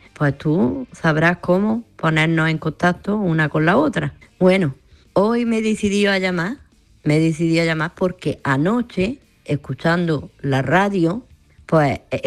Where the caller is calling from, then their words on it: Granada, Andalusia, Spain; de Granada